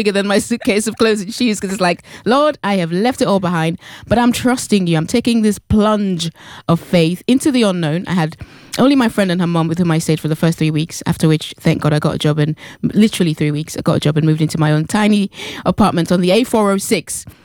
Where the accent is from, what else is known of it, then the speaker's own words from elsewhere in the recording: United Kingdom; Because I said to him, I'm British, and I'd like to start my life with my kids in the UK.